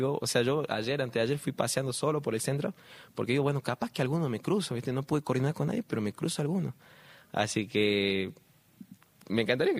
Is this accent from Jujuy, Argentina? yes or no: yes; Jujuy, Argentina; pero me pasa de que yo digo, bueno, a mí me costó mucho salir de Jujuy.